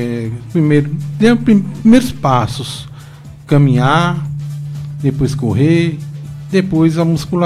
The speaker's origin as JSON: {"language": "Portuguese", "town": "Santa Rita", "country": "Brazil", "said": "Sou aqui de Santa Rita."}